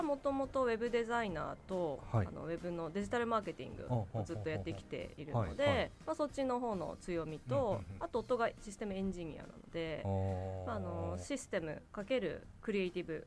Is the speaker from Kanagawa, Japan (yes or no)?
yes; Yokohama, Kanagawa, Japan; 横浜生まれ横浜育ちなんですけれども。